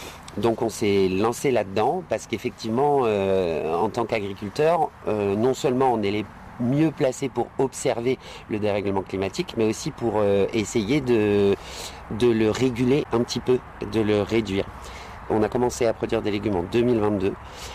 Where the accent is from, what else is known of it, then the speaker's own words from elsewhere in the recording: Nouvelle-Aquitaine, France; chez nous, en Charente-Maritime